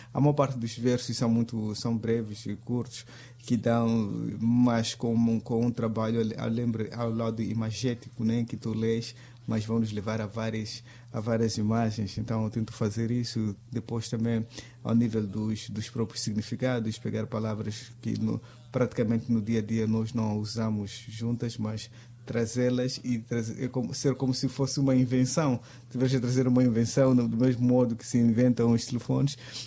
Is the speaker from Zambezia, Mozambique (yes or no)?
yes; Quelimane, Zambezia, Mozambique; mas estou a falar do Rio dos Bons Sinais, ainda volto a falar da minha cidade